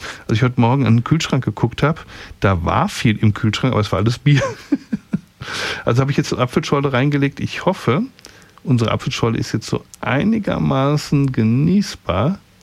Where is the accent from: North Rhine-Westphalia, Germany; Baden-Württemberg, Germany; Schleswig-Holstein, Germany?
North Rhine-Westphalia, Germany; Also wir kommen ja aus dem Ruhrpott